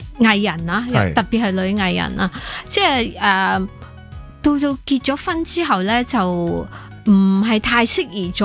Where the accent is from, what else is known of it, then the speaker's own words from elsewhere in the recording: China; 咁所以咧就我哋中国人咧就要即系，譬如呢十几廿年就开始改变了